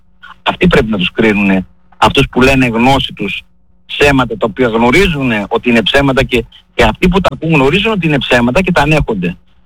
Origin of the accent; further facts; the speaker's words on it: Serres, Central Macedonia, Greece; αυτό το βλέπω από εδώ από την πόλη μου της Σέρρες